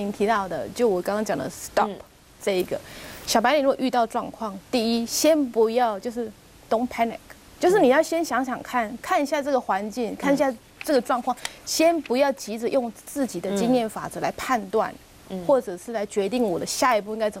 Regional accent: Taiwan; moved away as an adult; 尤其我自己也是土生土长的台湾人

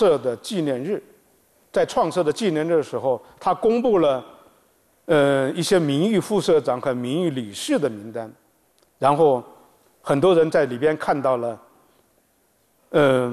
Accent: Hangzhou, Zhejiang, China; 我们杭州人

